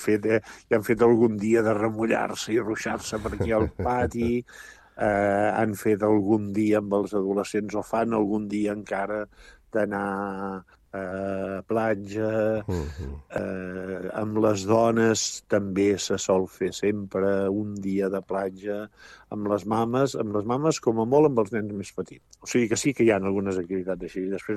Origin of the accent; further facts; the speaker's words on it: Girona, Catalonia, Spain; jo soc gironí